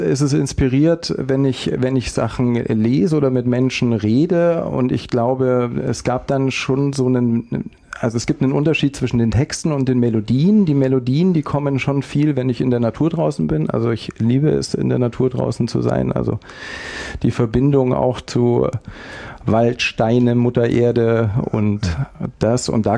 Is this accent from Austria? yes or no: no; Landsberg am Lech, Bavaria, Germany; born there; moved away as an adult; also born or lived in England / South Africa; ich komme ursprünglich aus Landsberg am Lech bei München und habe da lange Zeit gelebt